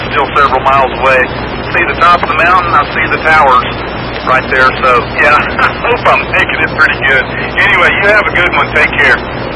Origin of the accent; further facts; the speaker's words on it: Georgia, United States; moved away; I grew up in South Georgia, basically the swamps of South Georgia, where 10 months out of the year, it's hot, humid, like this, miserable bugs, rattlesnakes, and alligators.